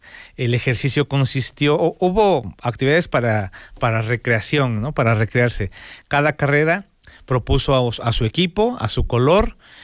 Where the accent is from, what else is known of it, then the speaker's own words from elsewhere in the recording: Puebla, Mexico; como mexicanos, como poblanos, también aquí mixtecos